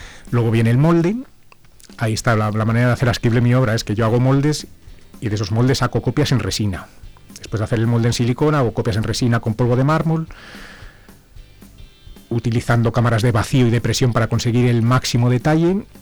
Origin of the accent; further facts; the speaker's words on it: Zamora, Castile and León, Spain; siendo oriundo de aquí de Zamora ciudad, entrarle a una cosa de los pueblos, no siendo yo del pueblo